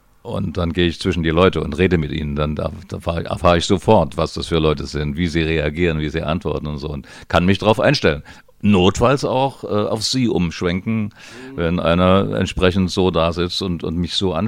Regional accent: Radebeul, Saxony, Germany; ich bin ja in Radebeul groß geworden

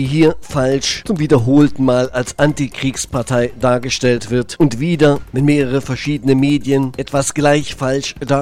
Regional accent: Thuringia, Germany; born or raised there

